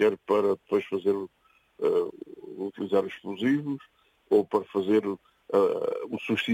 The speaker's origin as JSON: {"language": "Portuguese", "town": "Messejana", "region": "Alentejo", "country": "Portugal", "tie": "born or raised there", "also_born_or_lived": "Odemira", "said": "Eu nasci em Odmira, mas atualmente moro em Mesana. Atualmente desde os 6 anos, portanto há 60 anos que moro por aqui."}